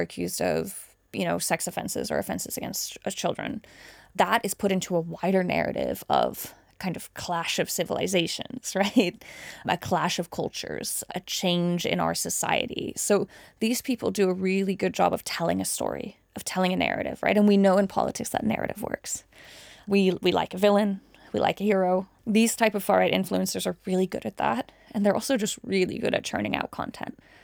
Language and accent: English; Scotland, United Kingdom; as Scottish people